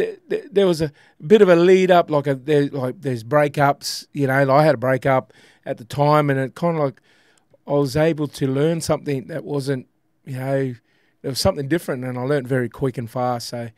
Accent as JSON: {"language": "English", "town": "Charters Towers", "region": "Queensland", "country": "Australia", "tie": "born or raised there", "moved": "yes", "said": "growing up in Charters Towers, and I grew up with a lot of cowboys out there"}